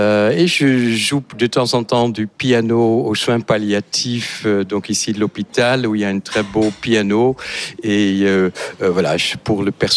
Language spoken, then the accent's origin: French; Netherlands; French is a second language; moved away as an adult; also born or lived in Amsterdam; now in France; depuis les 35 ans que je suis en France. Je suis néerlandais et donc venu il y a 35 ans en France.